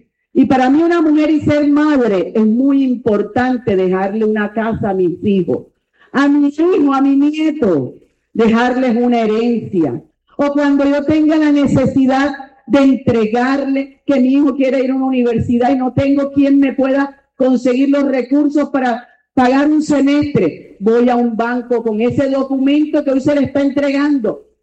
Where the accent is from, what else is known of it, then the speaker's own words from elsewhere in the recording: Turbaco, Bolívar, Colombia; como mujer, como madre, como hija turbaquera, nacida, criada y nunca me he ido de Turbaco. Siempre he estado aquí en Turbaco